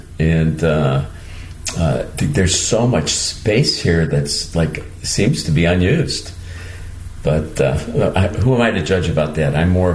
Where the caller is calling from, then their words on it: Dumas, Arkansas, United States; I'm calling from Dumas, Arkansas.